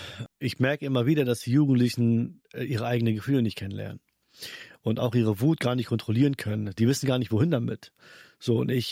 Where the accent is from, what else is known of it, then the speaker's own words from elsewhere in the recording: Hamburg, Germany; born there; ich bin Billstedter, ich bin Garstedter. Das war damals in Hamburg oder immer noch, ne? Sehr prägend.